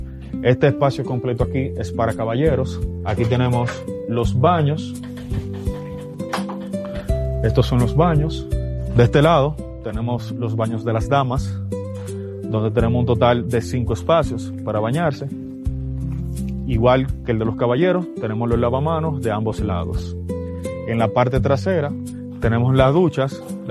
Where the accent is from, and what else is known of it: Dominican Republic